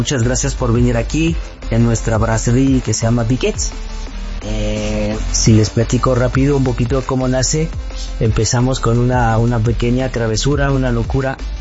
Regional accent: France; Spanish is a second language; como francés, creo que tenemos una gastronomía interesante, pero lamentablemente hay pocos lugares accesibles con la cual podemos tener una buena comida.

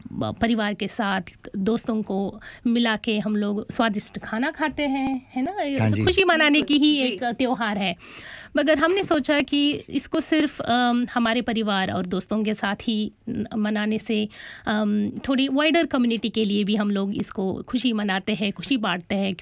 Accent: Karnataka, India; Hindi is a second language; now in Melbourne, Australia; मैं RMIT में lecturer हूँ और यहाँ थानीट में पिछले 9 साल से रह रही हूँ और मूलतः कर्नाटक भारत से बिलोंग करती हूँ।

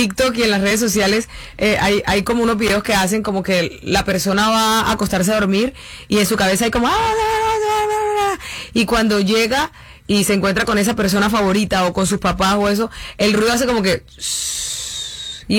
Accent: Aguachica, Cesar, Colombia; también trabajé un álbum desde mi tierra, Aguachica Cesar, que es mi pueblo

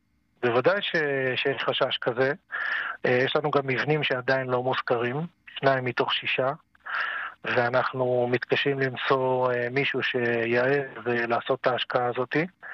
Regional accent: Kiryat Shmona, Northern District, Israel; now in Dafna, Israel; אני מתגורר 35 שנה בדפנה, ואני עד הצבא גדלתי בקריית שמונה

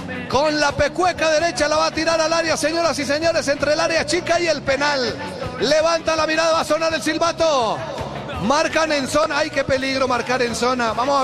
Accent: Colombia; Se voltea la arepa en la plazoleta principal como buenos colombianos.

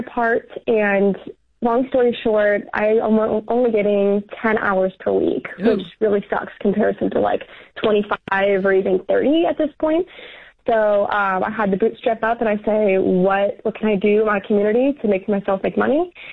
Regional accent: St. Louis, Missouri, United States; I moved here about 2 hours north of where I'm from in St. Louis here, and my work downgraded my hours.

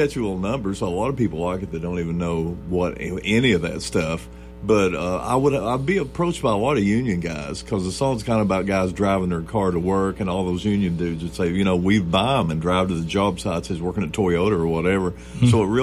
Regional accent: United States; accent: hick; I've got a hick accent, which throws me into the country category automatically, but I was raised up, first off, playing bluegrass

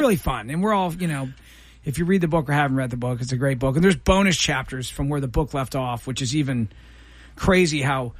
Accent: Columbus, Ohio, United States; I mean, our first producer, I mean, you know, we grew up in Columbus.

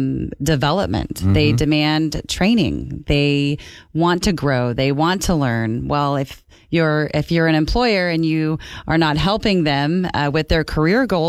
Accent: California, United States; I was born and raised in Kern County.

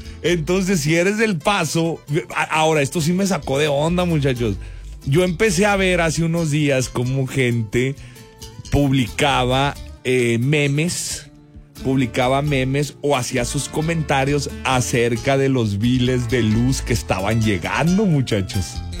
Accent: Mexico; Uno como mexicano

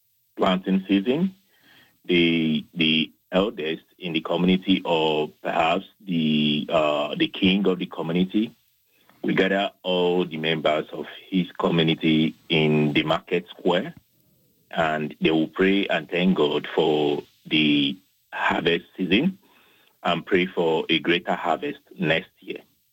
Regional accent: Nigeria; Yeah, back in Nigeria, what we do is our parents, because back then we were kids, so our parents, they will go and roast the yam.

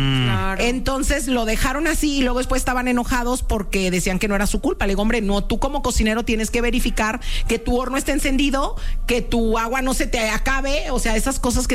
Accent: Guadalajara, Jalisco, Mexico; Claro, yo soy de Guadalajara.

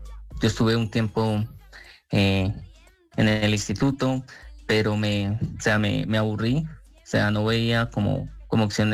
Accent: Choachí, Cundinamarca, Colombia; municipio de Chuachi, la verdad, es un municipio muy sano. Pues allí la verdad, pues no corría mayor riesgo, pero hubo un tiempo que sí me vine para la ciudad de Bogotá.

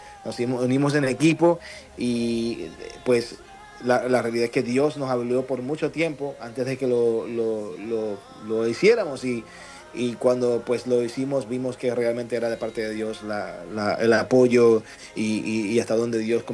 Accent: Puerto Rico; now in Orlando, United States; Sí, ya radicamos acá. Somos puertorriqueños que vivimos acá en Estados Unidos.

